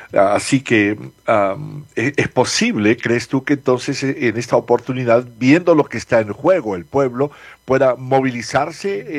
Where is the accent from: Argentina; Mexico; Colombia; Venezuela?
Venezuela; Yo soy venezolano